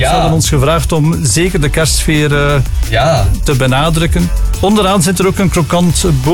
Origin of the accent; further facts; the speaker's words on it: Zottegem, Flanders, Belgium; Ik heb al heel zotte vragen gekregen. We zijn van Zottehem.